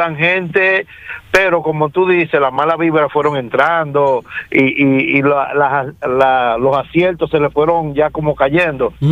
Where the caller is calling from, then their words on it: Puerto Plata, Dominican Republic; en el barrio mío, allá en Puerto Plata. Yo soy de Puerto Plata.